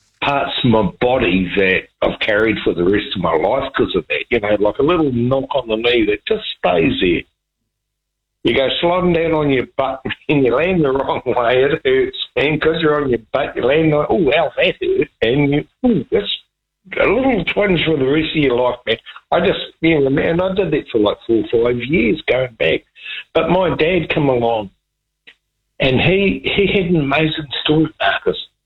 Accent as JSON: {"language": "English", "town": "Manurewa", "region": "Auckland", "country": "New Zealand", "tie": "born or raised there", "said": "and I was raised in Manurewa. In South Auckland."}